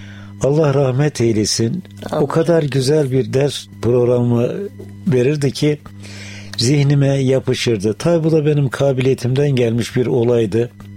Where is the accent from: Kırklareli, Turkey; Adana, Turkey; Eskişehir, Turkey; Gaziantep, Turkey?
Adana, Turkey; moved away; also born or lived in Istanbul / Ankara; 1939 Adana doğumluyum.